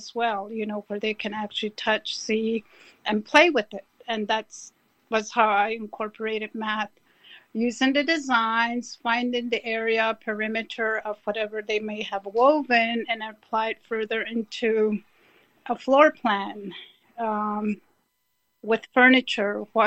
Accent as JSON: {"language": "English", "country": "United States", "first_language": "Navajo", "second_language": "English", "said": "I learned weaving in my first language, which was Navajo."}